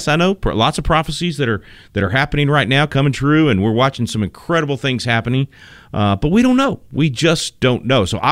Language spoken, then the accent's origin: English; Little Rock, Arkansas, United States; right there where I grew up, just right there on Chico Road in Little Rock, Arkansas.